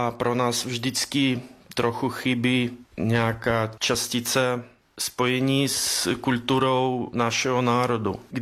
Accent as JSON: {"language": "Czech", "region": "Minsk", "country": "Belarus", "tie": "born or raised there", "moved": "yes", "said": "jsem původem z Mínska."}